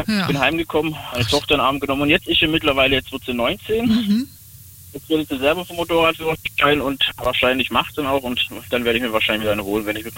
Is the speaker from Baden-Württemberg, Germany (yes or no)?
yes; Stetten am Kalten Markt, Baden-Württemberg, Germany; ich fahre in meine alte Heimat nach Stetten am Kalten Markt und zeige das meinem Kumpel und meiner Familie, wie es aussieht.